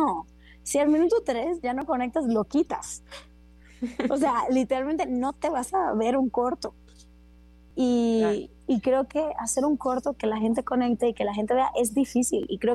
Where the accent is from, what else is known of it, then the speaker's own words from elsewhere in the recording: Dominican Republic; now in Mexico; soy de mi país, soy de República Dominicana.